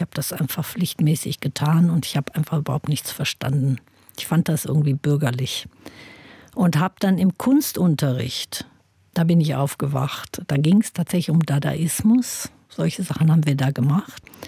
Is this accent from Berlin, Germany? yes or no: no; Krefeld, North Rhine-Westphalia, Germany; dass in meiner Heimatstadt Krefeld ein Amateurtheater, das Theater am Marienplatz gibt.